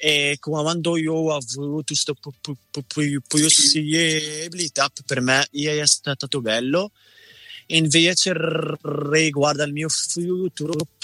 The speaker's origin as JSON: {"language": "Italian", "country": "Morocco", "moved": "yes", "lives_now": "Italy", "said": "Marocco, io cerco sempre di portare qualcosa, cioè sia un 50% dell'Italia proprio, oppure un 50% del mio paese."}